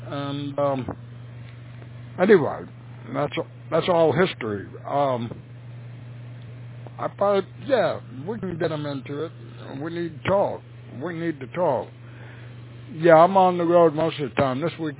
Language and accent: English; South Carolina, United States; Hey, Rick, how you doing? … from South Carolina.